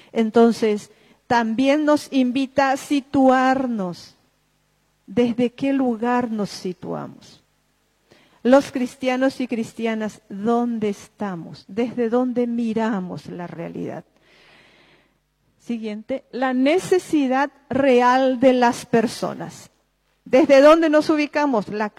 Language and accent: Spanish; Paraguay; ¿Cómo recuperar el valor que nos identifica como paraguayos?